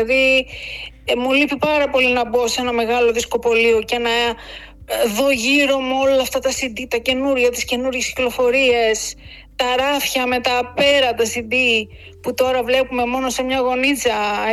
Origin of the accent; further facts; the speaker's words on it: Greece; moved away as an adult; also born or lived in United States; Στην Ελλάδα γεννήθηκα, στην Ελλάδα μεγάλωσα.